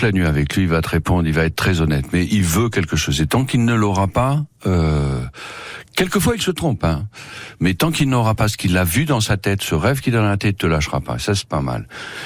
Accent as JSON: {"language": "French", "country": "France", "said": "En plus, on est français, donc on n'a pas la même approche agressive qu'à l'acteur américain."}